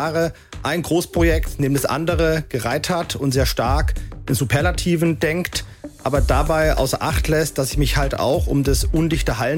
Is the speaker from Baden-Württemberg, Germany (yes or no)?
yes; Ohlsbach, Baden-Württemberg, Germany; also born or lived in Offenburg; now in Grenzach-Wyhlen, Germany; ich bin 44 Jahre alt, bin verheiratet, Vater von 3 wunderbaren Kindern, komme gebürtig aus Ohlsbach, bin in Offenburg zur Schule gegangen